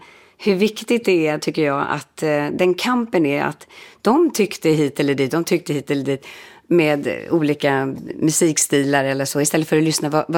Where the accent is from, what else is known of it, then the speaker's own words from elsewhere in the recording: Stockholm, Stockholm County, Sweden; Vår familj gjorde inte det. Vi kom ju från Stockholm och där lyssnade vi ju då på